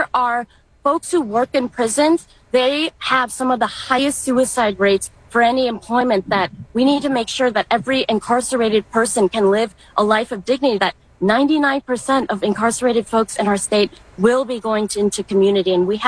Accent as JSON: {"language": "English", "town": "Madison", "region": "Wisconsin", "country": "United States", "tie": "born or raised there", "said": "We had a police shooting in my hometown of Madison, Wisconsin."}